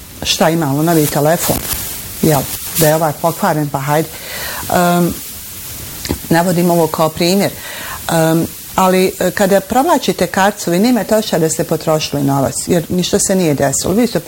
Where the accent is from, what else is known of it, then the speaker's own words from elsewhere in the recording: Bosnia & Herzegovina; Znate, mi smo Bosanci, ja ne znam nijedan narod poput našeg da voli, da smo, mi smo vesel narod, srdačan